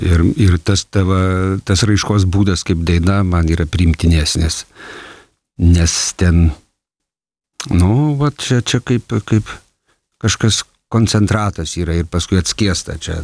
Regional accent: Aukštaitija, Lithuania; nes pats esu Aukštaitis iki kaulų smegenų

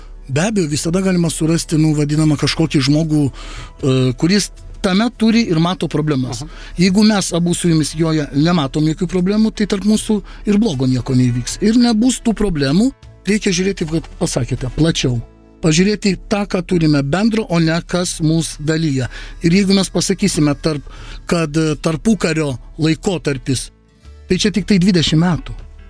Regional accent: Vilnius, Vilnius County, Lithuania; aš neturėjau priešiškumo, kad aš lenkas. Mūsų pasiolkė Lazdinėliuose mes kalbėdavom trim kalbom.

